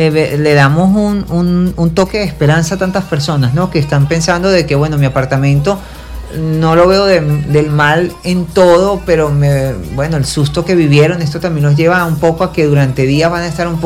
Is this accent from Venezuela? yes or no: yes; Venezuela; somos venezolanos